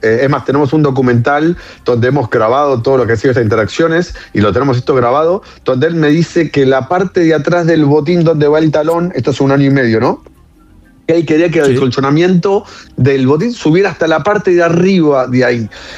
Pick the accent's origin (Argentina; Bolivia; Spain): Argentina; obviamente como argentino el cariño que le tengo